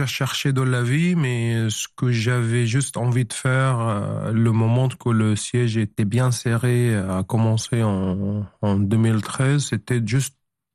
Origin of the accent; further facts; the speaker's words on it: Hamouria, Rif Dimashq, Syria; moved away as an adult; dans ma ville natale, Hamouria.